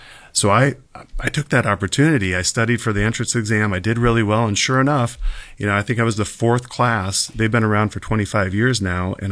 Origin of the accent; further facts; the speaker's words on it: Nebraska, United States; moved away as an adult; now in Western New York, United States; I grew up in the middle of Nebraska. When I tell people that in the workshop, I get a couple chuckles, which I appreciate because you don't meet a lot of Nebraskans in Western New York. But I grew up in Nebraska, a small farming community